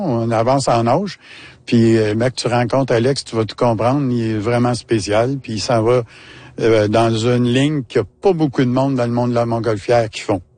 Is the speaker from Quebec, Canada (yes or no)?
yes; Saint-Jean-sur-Richelieu, Quebec, Canada; Moi, je viens de Saint-Jean-sur-Richelieu.